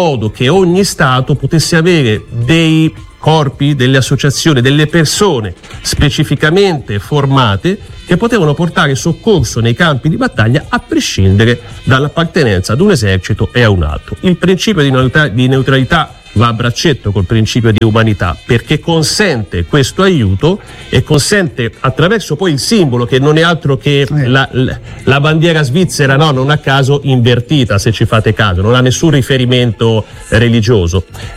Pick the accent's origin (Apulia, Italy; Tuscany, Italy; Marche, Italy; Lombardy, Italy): Tuscany, Italy; Io, insomma, da Toscano